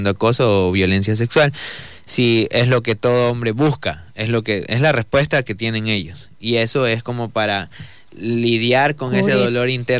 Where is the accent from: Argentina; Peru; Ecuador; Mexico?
Ecuador; Manabí; moved away; al menos yo que soy de Manabí, esto se escucha mucho allá.